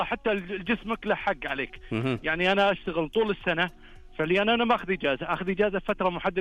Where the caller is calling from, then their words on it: Al-Jawf, Saudi Arabia; أنا بحكم أني أنا قريب من الشام، أنا بالجوف.